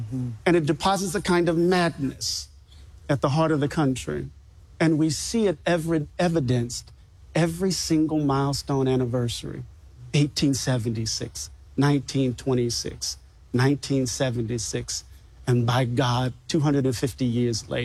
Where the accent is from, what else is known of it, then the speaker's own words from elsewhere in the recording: Mississippi, United States; Maybe it's because I'm from Mississippi.